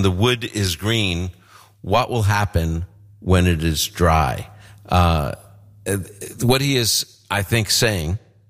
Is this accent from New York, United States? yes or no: yes; New York City, New York, United States; I'm from Brooklyn. Not many shepherds there, just saying.